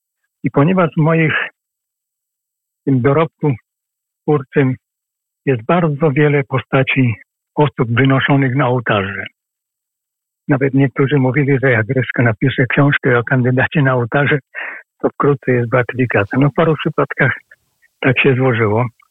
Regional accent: Silesian Voivodeship, Poland; born there; bo mieszkałem pod Katowicami, Ślązakiem jestem z urodzenia.

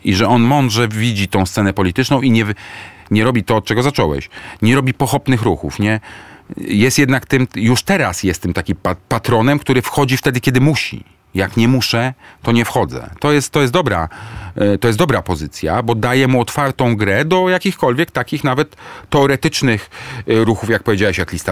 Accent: Warsaw, Masovian Voivodeship, Poland; ale też jestem z Warszawki

